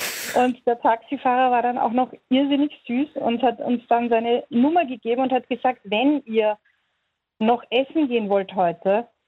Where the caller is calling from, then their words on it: Vienna, Austria; als Wiener